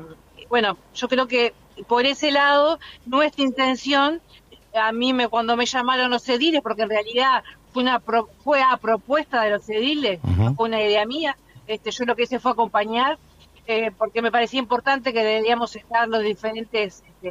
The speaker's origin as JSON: {"language": "Spanish", "region": "Colonia", "country": "Uruguay", "said": "nos vamos a Colonia, en nuestro departamento"}